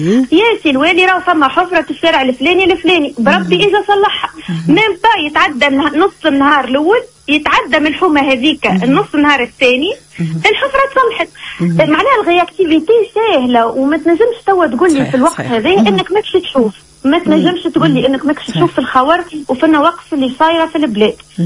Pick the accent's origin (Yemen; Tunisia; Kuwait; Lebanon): Tunisia; وراهي بلادنا زينة البلدان